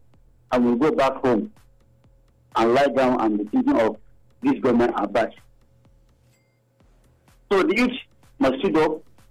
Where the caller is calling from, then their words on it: Ekechi, Nigeria; Thank you. I'm calling you from Ekechi.